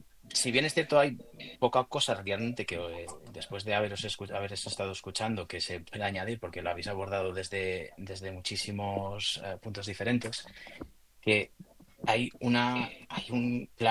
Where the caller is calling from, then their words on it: Guadalajara, Castilla-La Mancha, Spain; Yo soy de Guadalajara, además mi pueblo estaba muy cerca del incendio de la Mierla, de Cogolludo.